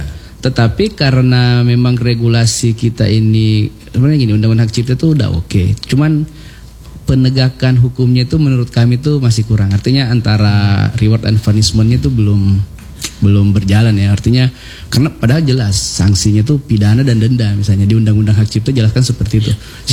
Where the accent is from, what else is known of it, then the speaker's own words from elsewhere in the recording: Makassar, South Sulawesi, Indonesia; kalau kita dulu mau keluar daerah dari saya dari Makassar mau ke ada event di Jawa atau mau keluar negeri